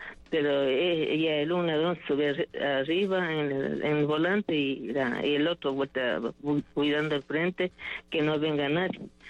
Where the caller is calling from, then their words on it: Valle de los Chillos, Pichincha, Ecuador; del Valle de los Chillos.